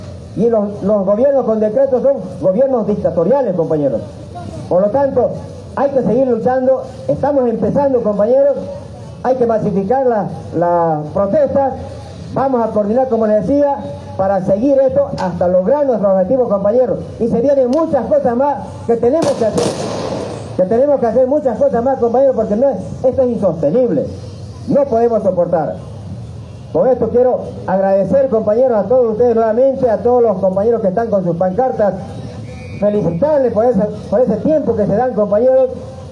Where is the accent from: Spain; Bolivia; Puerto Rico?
Bolivia; como productores y como bolivianos